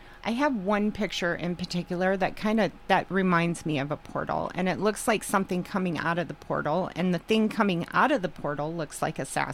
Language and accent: English; Michigan, United States; now in Oregon, United States; So I grew up in Michigan and we had a well, right? Like a traditional well.